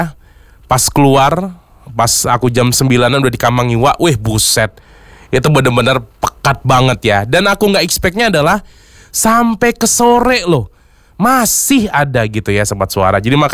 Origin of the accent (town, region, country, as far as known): Palembang, South Sumatra, Indonesia